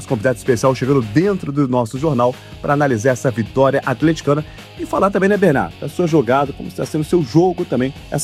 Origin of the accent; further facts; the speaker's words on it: Minas Gerais, Brazil; E também, como nós mineiros, é comendo pelas beiradas